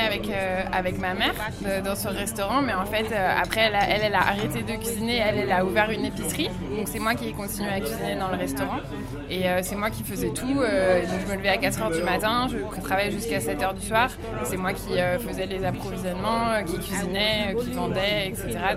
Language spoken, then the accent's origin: French; Nigeria; French is a second language; moved away as an adult; also born or lived in Italy; now in Marseille, France; J'ai cuisiné pendant très longtemps au Nigeria avec ma mère pendant 7 ans dans un restaurant.